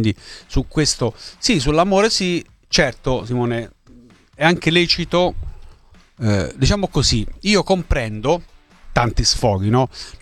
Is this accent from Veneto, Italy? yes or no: no; Abruzzo, Italy; io sono nato e cresciuto in Abruzzo